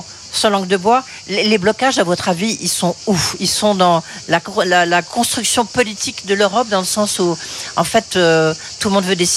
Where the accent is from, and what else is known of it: France